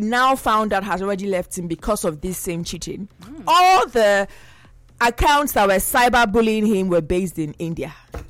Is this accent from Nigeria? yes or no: yes; Benin City, Edo, Nigeria; when I was in child growing up in Benin City